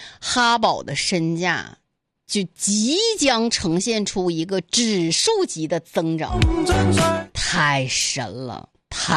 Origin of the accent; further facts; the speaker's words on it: China; 而且我觉得在这个过程当中啊，我们再次有一种作为中国人的荣耀。